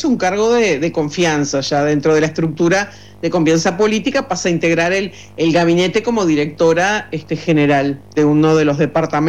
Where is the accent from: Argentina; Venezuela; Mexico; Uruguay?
Uruguay